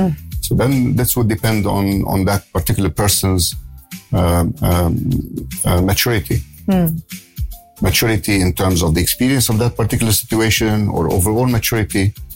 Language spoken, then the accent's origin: English; Lebanon; moved away; Now, I come from Lebanon.